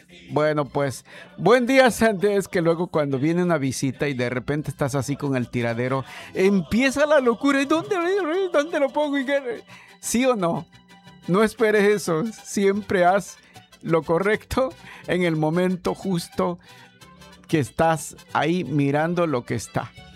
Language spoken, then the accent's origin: Spanish; Mexico; Y aquí y allá seguimos siendo muy mexicanos